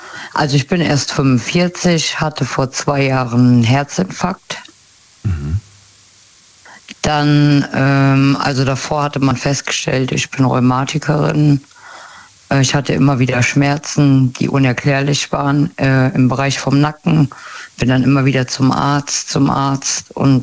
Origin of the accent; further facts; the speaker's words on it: Westerwald, Germany; Aus dem Westerwald.